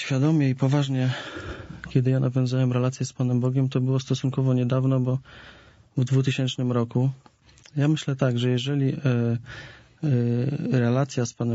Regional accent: West Pomeranian Voivodeship, Poland; born or raised there

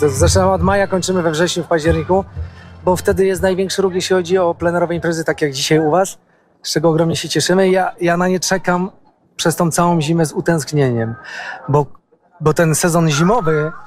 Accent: southern Poland, Poland; accent: góral (highlander) / southern; po moim akcencie, nawet pomimo tego, że mówię językiem literackim polskim, od razu będą wiedzieli, skąd jestem. Że jestem jednak gość z południa, a nie z północy.

